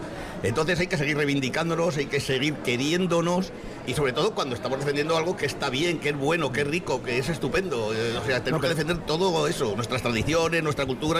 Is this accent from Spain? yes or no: yes; Basabe, Basque Country, Spain; Yo tanto por Ayala como por el Valle Valdegovía, que soy natural de Basabe, en Valdegovía.